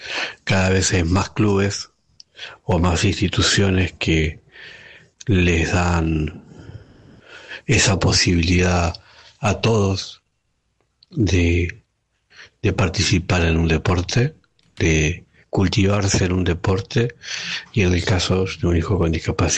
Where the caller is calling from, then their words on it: Ramos Mejía, Buenos Aires Province, Argentina; de Ramos Mejía.